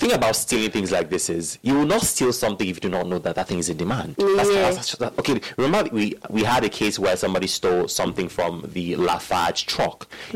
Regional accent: Nigeria; As a Nigerian

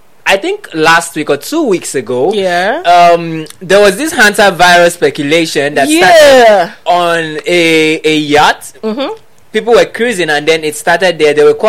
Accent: Etung, Cross River, Nigeria; I'm not from Ikom though. I'm from Etung. So, but it's really, really close.

